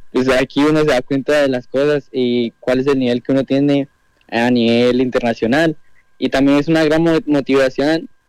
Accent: Duitama, Boyacá, Colombia; y yo soy de Duitama. También Tatiana es de acá, de Duitama.

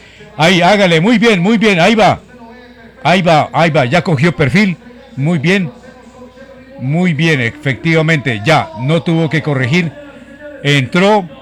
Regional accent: Boyacá, Colombia; somos boyacenses

